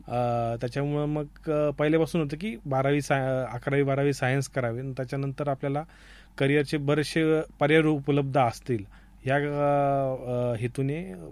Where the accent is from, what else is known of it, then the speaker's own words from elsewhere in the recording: Ahmednagar, Maharashtra, India; moved away as an adult; नंतर मग आर्किटेक्चर वगैरे साठी मला बाहेरच्या शहरांमध्ये जावं लागलं, परंतु सगळी जडणघडण वगैरे जी काय आहे ती नगर शहरातच झाली.